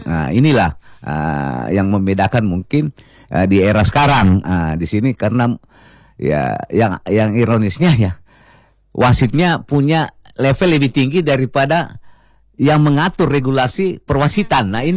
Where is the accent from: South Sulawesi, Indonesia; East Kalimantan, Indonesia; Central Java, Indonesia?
South Sulawesi, Indonesia; Makassar; born there; moved away; also born or lived in Kendari; Ya, saya lahir di Kota Makassar dan pada tahun 1972 ya, 72 awal, 71 akhir kalau nggak salah itu kami hijrah dari Makassar ke Kendari karena kebetulan orang tua saya, ibu saya itu orang Kendari ya.